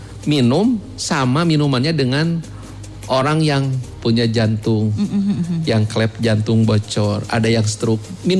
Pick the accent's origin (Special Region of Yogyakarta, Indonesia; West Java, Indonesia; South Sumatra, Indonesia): West Java, Indonesia; Bandung; Saya orang Bandung, saya cinta Bandung